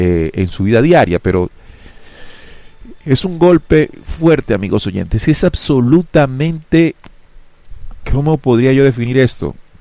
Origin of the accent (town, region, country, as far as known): Colombia